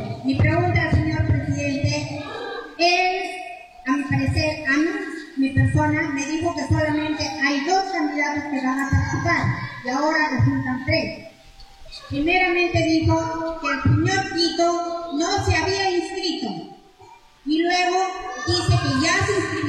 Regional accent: Peru; los peruanos somos peruanos

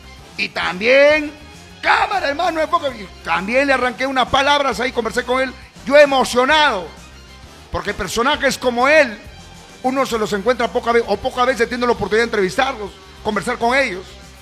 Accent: Piura, Peru; born there; now in Jaén, Peru; Yo tengo amigos que son alcaldes ahí en la costa, en mi tierra, en Piura, que son grandes amigos de la infancia

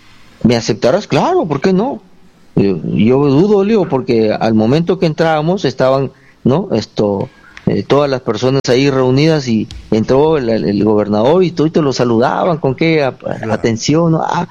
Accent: Utcubamba, Amazonas, Peru; yo soy de Utcubamba, le digo. Yo soy de Utcubamba, ¿no?

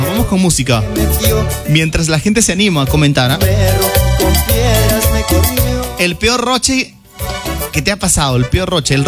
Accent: Peru; Las canciones de mi tierra, las canciones de mis viejos

